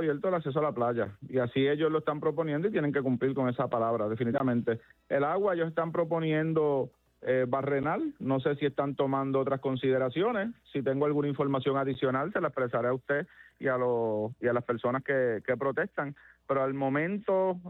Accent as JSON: {"language": "Spanish", "town": "Cabo Rojo", "country": "Puerto Rico", "said": "El candidato que uno entienda que no le ha respondido, en el caso mío, a mi pueblo, pues uno tiene que reclamarlo."}